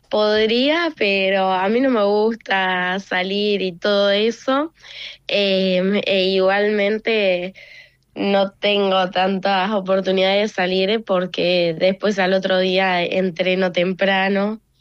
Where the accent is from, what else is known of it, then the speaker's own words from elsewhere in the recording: San Martín, Buenos Aires Province, Argentina; Yo soy de Buenos Aires, de San parte? Martín.